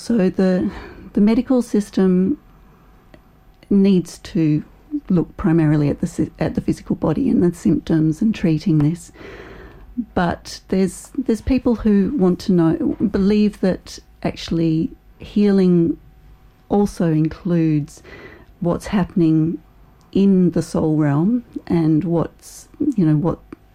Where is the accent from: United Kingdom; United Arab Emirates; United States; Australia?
Australia; and that's mostly because I'm from Australia and there's almost no doctors here.